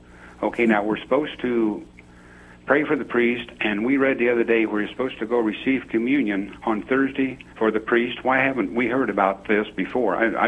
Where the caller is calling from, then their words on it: Illinois, United States; Illinois.